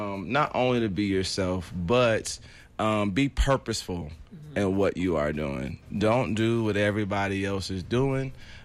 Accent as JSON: {"language": "English", "region": "California", "country": "United States", "said": "I'm from California, okay. So my lingo is a little different."}